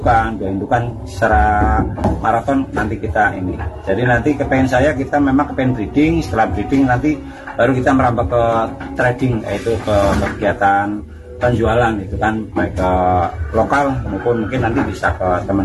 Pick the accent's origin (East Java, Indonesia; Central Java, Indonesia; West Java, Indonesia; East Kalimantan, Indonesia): Central Java, Indonesia; Cilacap; Saya bismillah itu kepengen menjadi pelopor peternakan kambing di desa saya, Bulaksari, Kecamatan Bantarsari, Kabupaten Cilacap.